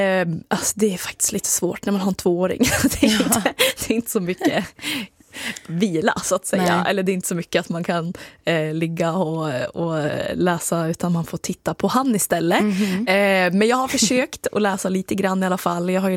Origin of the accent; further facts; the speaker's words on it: Jämtland County, Sweden; där jag kommer ifrån i Jämtland.